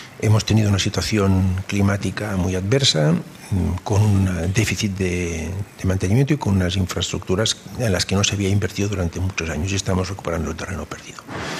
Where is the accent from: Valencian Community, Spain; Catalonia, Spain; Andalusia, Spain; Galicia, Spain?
Catalonia, Spain; y los catalanes somos españoles. Catalán, y por tanto, Cataluña es un 20% de la economía y de la demografía española